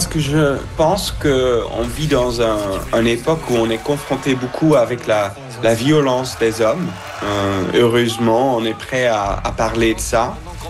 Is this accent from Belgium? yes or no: yes; Belgium; Je viens de la Belgique.